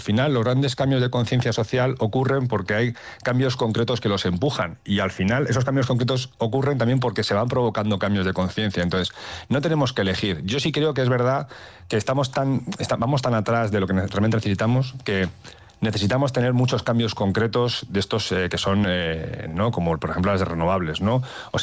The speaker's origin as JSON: {"language": "Spanish", "region": "Castile and León", "country": "Spain", "tie": "born or raised there"}